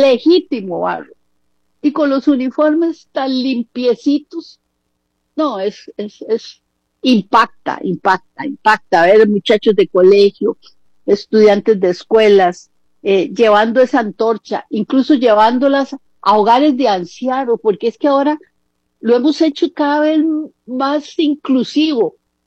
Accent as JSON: {"language": "Spanish", "country": "Costa Rica", "said": "reconozcámonos que somos costarricenses"}